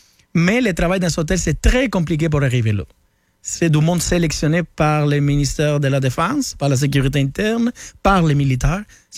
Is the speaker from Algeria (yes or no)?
no; Cuba; moved away as an adult; J'ai quitté Cuba en 2014. À peu près 30 ans, là. 30, 31 ans, là, j'ai vécu là-bas.